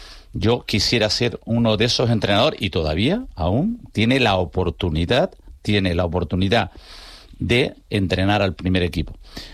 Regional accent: Canary Islands, Spain; yo como canario estoy muy confundido

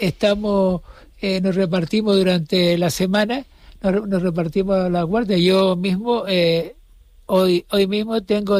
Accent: Las Palmas de Gran Canaria, Canary Islands, Spain; Yo soy una persona que soy aquí de las canteras

